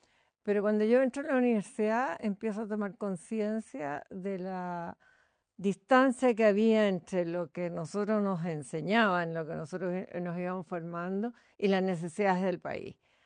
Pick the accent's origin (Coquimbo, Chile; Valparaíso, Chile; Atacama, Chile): Valparaíso, Chile; born there; moved away as an adult; now in Santiago, Chile; yo vengo de la Quinta Región. Yo nazco ahí de una familia. Habíamos 7 hermanos y yo me había casado, me había venido a vivir a Santiago el año 71.